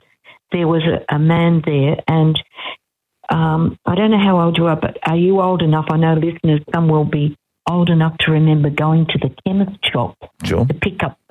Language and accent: English; Australia; So, yeah, I'm glad I'm Australian, aren't you?